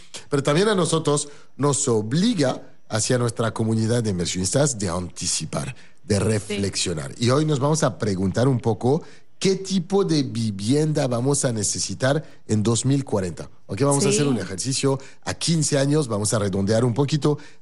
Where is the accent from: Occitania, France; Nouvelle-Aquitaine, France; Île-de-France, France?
Île-de-France, France; Paris; Spanish is a second language; also born or lived in New York; now in Mexico; Déjame decirte un poco lo que me ha pasado a mí cuando llegué aquí a México. Yo vengo de París, obviamente, y viví en Estados Unidos, en Nueva York.